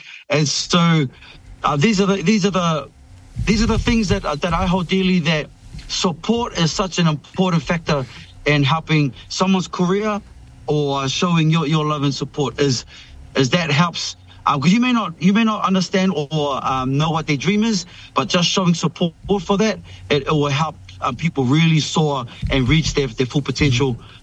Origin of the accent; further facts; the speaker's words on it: Niue; as a young teenager in Niue and growing up in Niue and having a family band